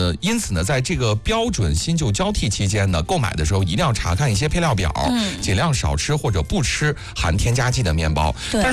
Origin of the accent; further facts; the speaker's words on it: China; 对于我们中国人来说呢，一日三餐必不可少。